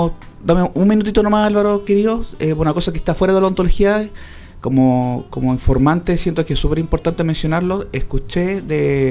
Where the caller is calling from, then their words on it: Chile; nosotros somos chilenos